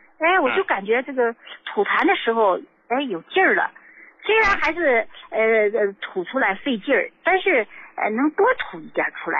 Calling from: Tongliao, Inner Mongolia, China; 我是来自内蒙通辽地区的一位听众。

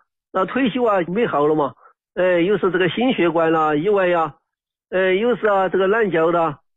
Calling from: Chongqing, China; 李老师啊，我是重庆的一个患者。

